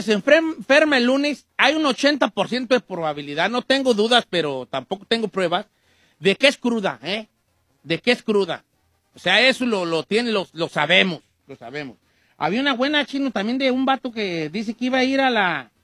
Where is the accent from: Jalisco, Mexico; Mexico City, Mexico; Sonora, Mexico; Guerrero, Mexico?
Jalisco, Mexico; Guadalajara; Me llevé una decepción, porque yo soy de Guadalajara